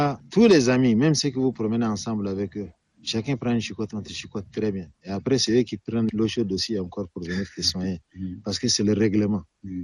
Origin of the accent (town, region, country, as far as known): Chad